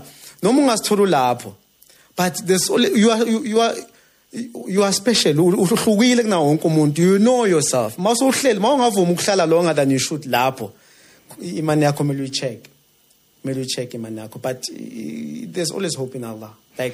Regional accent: Soweto, Gauteng, South Africa; So, growing up in Soweto, is surrounded by corruption everywhere.

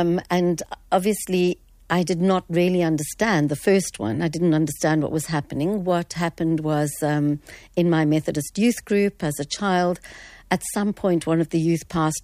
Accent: Fish Hoek, Western Cape, South Africa; So I grew up in Fishhook, so in the deep south.

